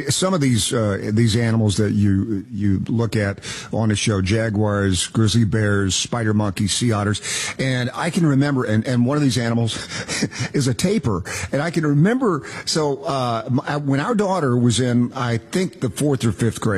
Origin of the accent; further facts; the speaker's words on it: Knoxville, Tennessee, United States; So I grew up in Knoxville, Tennessee, the home of the Smoky Mountains and black bears everywhere.